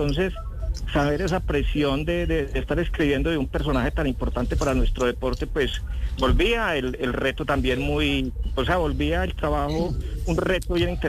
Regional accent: Antioquia, Colombia; como somos los paisas

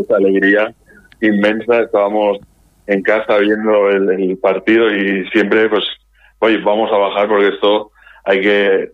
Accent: Elda, Valencian Community, Spain; ciudad, Elda, y más Santa Ana, ¿no? Que es pues muy característica, muy nuestra, ¿no? Todos los que pues somos de la Santa Ana es algo muy principal

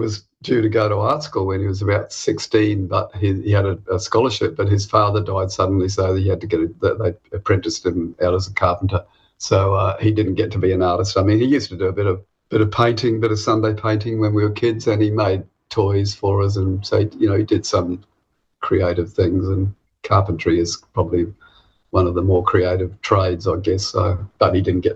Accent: Auckland, New Zealand; Well, we grew up in South Auckland until I was about 11 and Peter was about 4 or 5, and then we lived north of Auckland in a semi-rural sort of area.

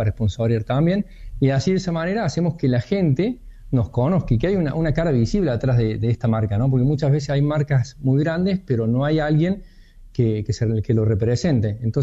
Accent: Argentina

